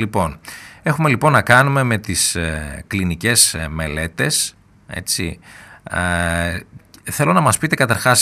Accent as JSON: {"language": "Greek", "town": "Katerini", "region": "Central Macedonia", "country": "Greece", "said": "στην πόλη μου στην Κατερίνη"}